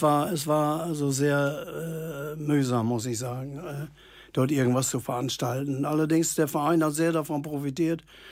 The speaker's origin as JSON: {"language": "German", "town": "Papenburg", "region": "Lower Saxony", "country": "Germany", "tie": "born there", "said": "Ich bin ja so ein alter Emskop und gebürtiger Papenburger auch."}